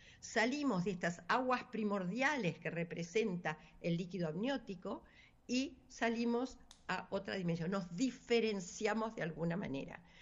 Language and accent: Spanish; Argentina; nacimos en Argentina y no en África